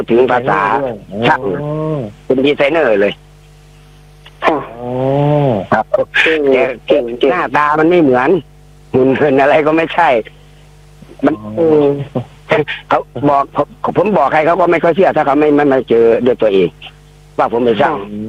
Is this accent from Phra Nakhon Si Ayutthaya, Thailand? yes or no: no; Bangkok, Thailand; เดินโตที่กรุงเทพนะเรียนเรียนแต่เรียบครับ